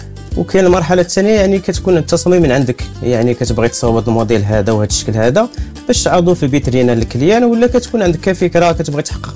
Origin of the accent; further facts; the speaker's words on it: Morocco; وأنا كشاب مغربي كنحاول نطورها إن شاء الله